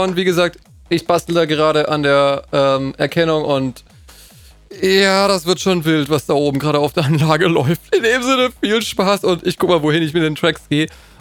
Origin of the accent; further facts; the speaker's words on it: Swabia, Germany; Das ist schon für mich als Schwäbin ein bisschen zu viel fast